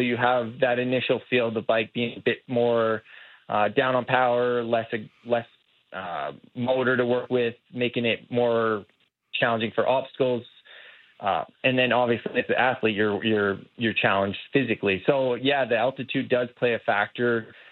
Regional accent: Canada; to kick it off here in my home country, no better place than Calgary

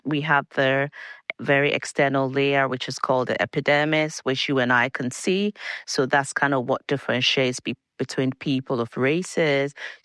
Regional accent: Ghana; I grew up in Ghana, West Africa

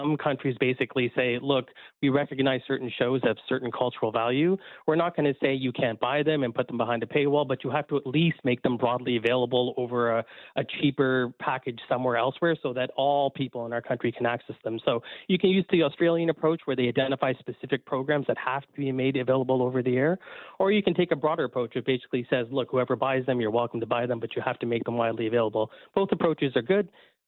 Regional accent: Canada; Canadians love hockey

